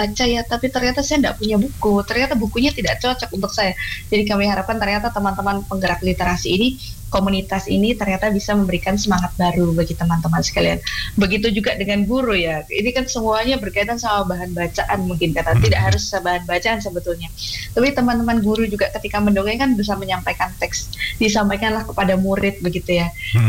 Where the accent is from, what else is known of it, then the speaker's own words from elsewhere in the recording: Java, Indonesia; first language Javanese; Indonesian is a second language; moved away; Saya sebagai orang Jawa ya